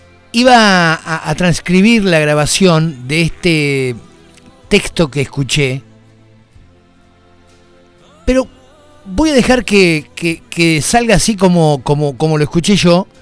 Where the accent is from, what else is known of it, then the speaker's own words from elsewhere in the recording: Argentina; Los argentinos somos esto, somos sangre, somos corazón, somos sentimiento puro.